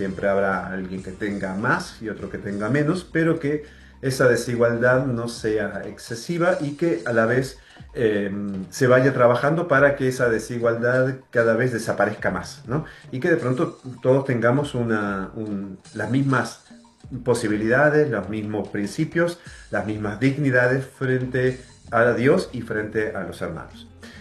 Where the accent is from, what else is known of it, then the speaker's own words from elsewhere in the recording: Argentina; más allá de que yo sea argentino